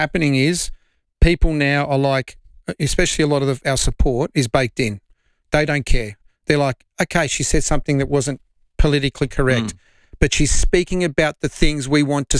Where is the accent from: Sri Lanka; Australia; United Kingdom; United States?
Australia; And I thank him very much as an Australian citizen.